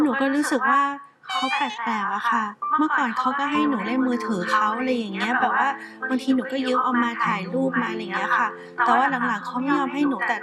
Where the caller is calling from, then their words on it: On Nut, Bangkok, Thailand; บ้านอยู่อ่อนนุชค